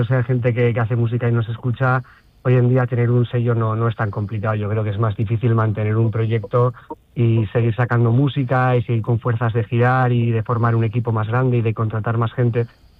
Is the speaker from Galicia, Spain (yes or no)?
no; Pamplona, Navarre, Spain; Ten en cuenta que nosotros somos de Pamplona, pero tenemos equipo que son de Madrid